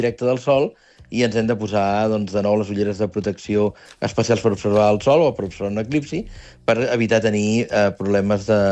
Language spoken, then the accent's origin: Catalan; Barcelona, Catalonia, Spain; jo sóc del barri de Gràcia de Barcelona i porto gairebé 20 anys treballant aquí a Àgil.